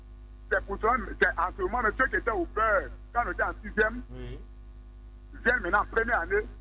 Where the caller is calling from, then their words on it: Abidjan, Côte d’Ivoire; Oui, je vous appelle à Djamé.